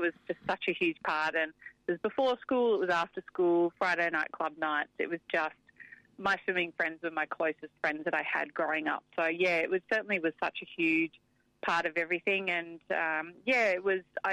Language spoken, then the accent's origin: English; Katherine, Northern Territory, Australia; born there; So I was born in an Aboriginal community in Katherine, and my parents actually lived in Wave Hill, which was even further out from Katherine.